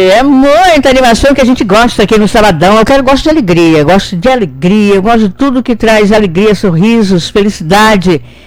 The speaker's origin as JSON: {"language": "Portuguese", "country": "Brazil", "said": "somos brasileiros, gente"}